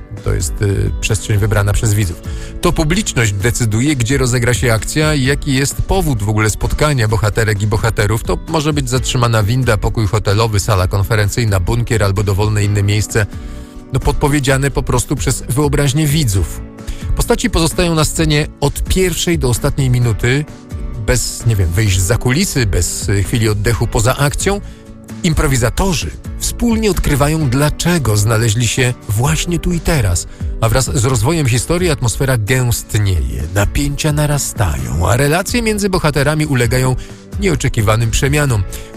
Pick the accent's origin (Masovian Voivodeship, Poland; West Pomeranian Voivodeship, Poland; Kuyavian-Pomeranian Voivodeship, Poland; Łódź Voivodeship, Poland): Łódź Voivodeship, Poland; Łódź; Wiadomo, prowadzący łodzianin z krwi i kości.